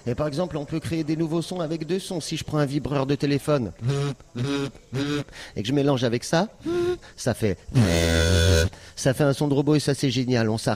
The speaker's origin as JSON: {"language": "French", "town": "Lyon", "region": "Auvergne-Rhône-Alpes", "country": "France", "said": "Moi, je viens de Lyon."}